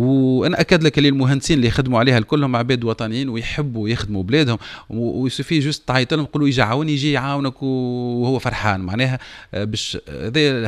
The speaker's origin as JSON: {"language": "Arabic", "country": "Tunisia", "said": "بلادنا تونس"}